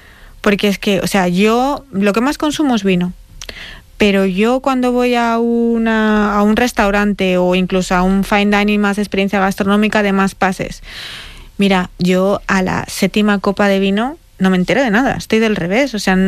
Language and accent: Spanish; Laguna de Duero, Castile and León, Spain; yo soy de Laguna de Duero, un pueblo muy pequeñito dentro de Valladolid, pequeñito, tiene 20.000 habitantes, pero bueno, un pueblo, Castilla Profunda